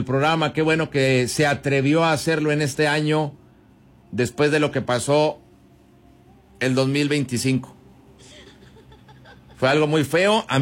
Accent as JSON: {"language": "Spanish", "country": "Mexico", "said": "Todo lo venimos preparando como típico mexicano, a última hora."}